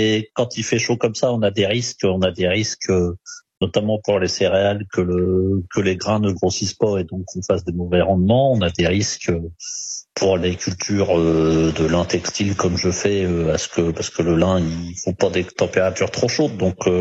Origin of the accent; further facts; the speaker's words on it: Normandy, France; Chez nous, en Normandie, on n'a pas d'inquiétude sur les nappes phréatiques hein